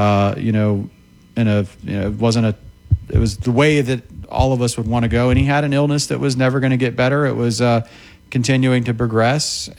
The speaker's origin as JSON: {"language": "English", "town": "Jacksonville", "region": "Florida", "country": "United States", "tie": "born or raised there", "said": "Growing up in Jacksonville. Growing up in Jacksonville. They were everywhere"}